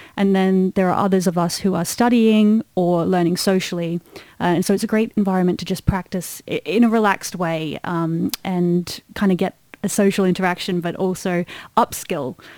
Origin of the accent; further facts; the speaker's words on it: Australia; accent: Australian; moved away as an adult; now in United Kingdom; I'm Australian, if you can hear by my accent.